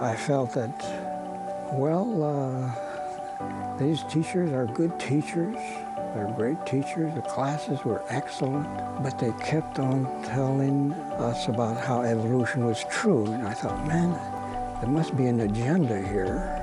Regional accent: Haiti; also born or lived in Switzerland / France; I was born in Switzerland, grew up there for a few years, went to France for 1 year, went to France for Haiti, where I spent most of my young childhood and mid-years of youth there.

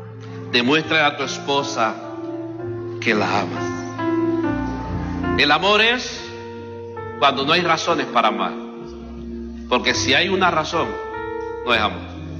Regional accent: Cuba; moved away; also born or lived in Kansas

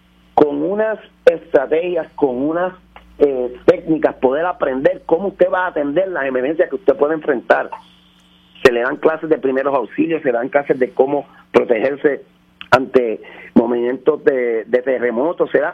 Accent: Puerto Rico; como puertorriqueños de esta bella isla de Borinque

